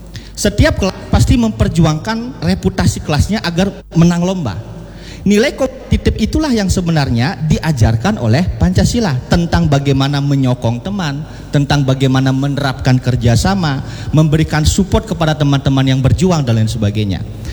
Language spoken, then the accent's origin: Indonesian; Buleleng, Bali, Indonesia; kita di Buleleng yang sejak awal kita berdiri sebagai Sunda kecil dan kita menjadi satu daerah independen, kita sudah sangat beragam.